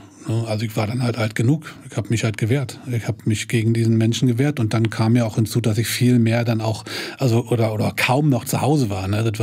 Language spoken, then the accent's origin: German; Berlin, Germany; Also 6, 7 Jahre alt und bin dann in so eine klassische DDR-Schule gekommen in Lichtenberg, was ja auch die Hochburg der Stadtsicherheit war.